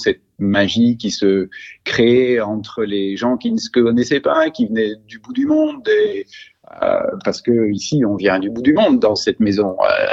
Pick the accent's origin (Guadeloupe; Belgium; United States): Belgium; now in Bagnères-de-Bigorre, France; je suis belge, donc mon aventure culinaire, elle commence en Belgique.